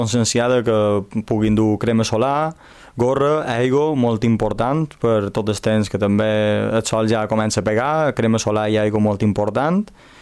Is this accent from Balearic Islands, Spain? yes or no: yes; Santa Margalida, Balearic Islands, Spain; Jo som de Santa Margalida.